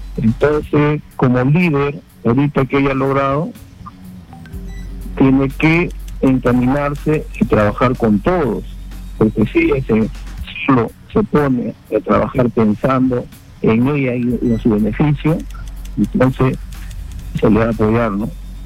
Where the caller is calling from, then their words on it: Lima, Peru; de Santa Clara.